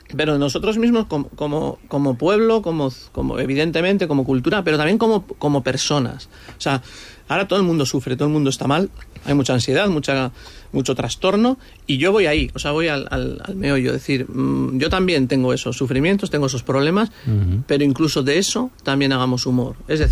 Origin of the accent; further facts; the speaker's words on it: San Sebastián, Basque Country, Spain; soy un chico de Donosti vasco, de nuestra cultura, y al final siempre me puedo apoyar ahí. O sea, ante la duda yo puedo hablar de nuestras locuras de Donosti, de ser guipuzcoano, de lo diferente que es ser de Bilbao y ser de Donosti, de ser vasco